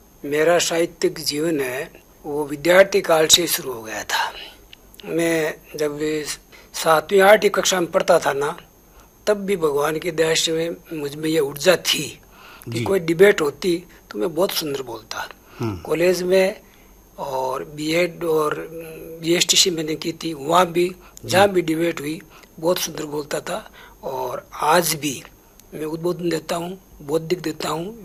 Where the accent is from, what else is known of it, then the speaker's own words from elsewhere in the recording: Nagaur district, Rajasthan, India; नागौर जिले में अपने यहाँ जायल तहसील में एक माता जी ददीमती माता जी का मंदिर है